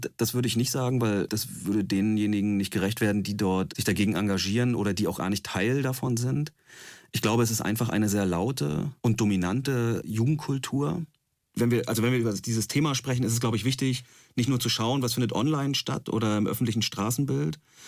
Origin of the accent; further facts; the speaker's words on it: East Germany, Germany; ich komme selber aus Ostdeutschland